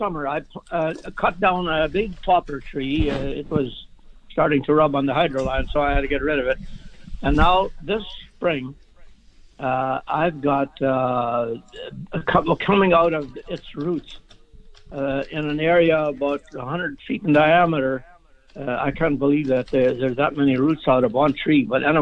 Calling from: Landmark, Manitoba, Canada; Landmark, Manitoba.

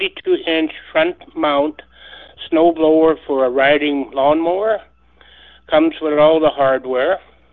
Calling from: Inwood, Manitoba, Canada; Yes, I'm calling from Inwood, Manitoba.

